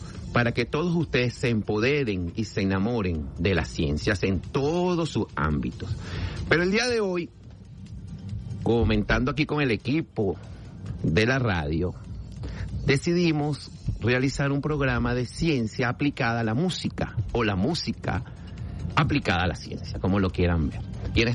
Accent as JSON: {"language": "Spanish", "country": "Venezuela", "said": "como latinos, como seres humanos, como venezolanos."}